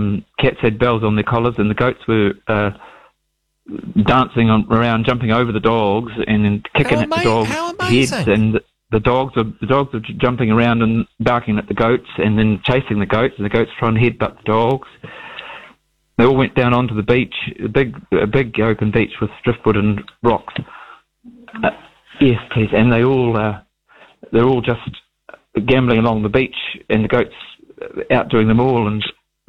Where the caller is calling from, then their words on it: Dunedin, Otago, New Zealand; I'm ringing from Wakari in Dunedin.